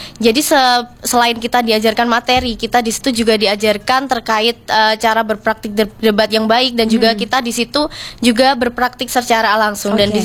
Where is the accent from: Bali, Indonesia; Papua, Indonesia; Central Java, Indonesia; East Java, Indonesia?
East Java, Indonesia; Kediri; now in Jember, Indonesia; Kebetulan saya perantau Kak. Saya dari Kediri. Dan sekarang gak libur karena masih ada kepentingan di Jember.